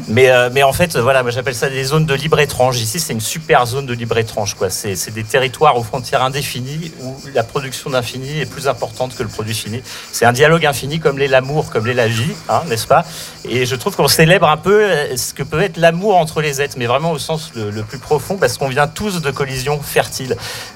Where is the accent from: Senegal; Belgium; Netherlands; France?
France; Paris, Île-de-France; moi j'ai grandi à la Goutte d'Or, donc je faisais partie d'une minorité de la Goutte d'Or, les Blancs, hein